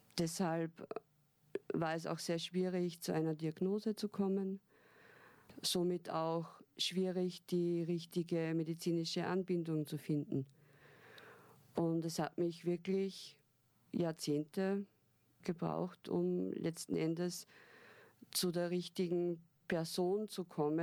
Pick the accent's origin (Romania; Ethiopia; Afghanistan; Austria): Austria; Upper Austria; Ich bin hier im Umkreis von Linz aufgewachsen